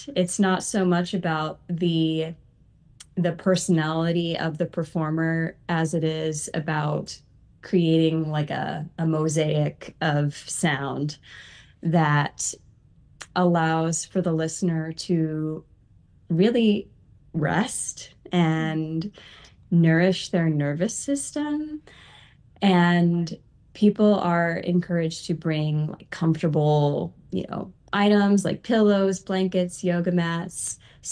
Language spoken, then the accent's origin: English; St. Louis, Missouri, United States; moved away as an adult; also born or lived in Nashville; I grew up in St. Louis, and then I moved to Nashville in 2012. And then in July, me and my partner bought a house here in St. Louis.